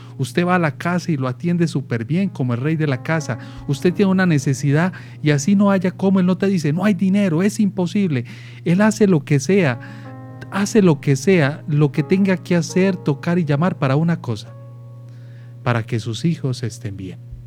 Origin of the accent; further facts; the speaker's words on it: Bello, Antioquia, Colombia; born there; now in Envigado, Colombia; Soy de Bello, de un lugar que se llama Pacheli, nací allí, ahora estoy viviendo en Envigado.